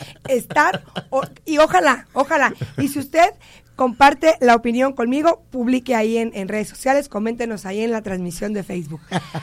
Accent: Mexico; Si ve, somos mexicanos, sacamos la casa.

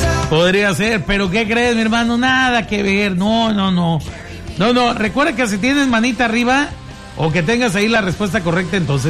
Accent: Mexico; Porque somos mexicanos y nos identificamos con eso.

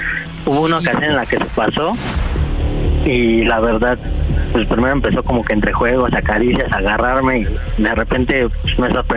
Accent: Nueva Zacualco, Mexico; Mira, tengo 35 años y soy de la Nueva Zacualco.

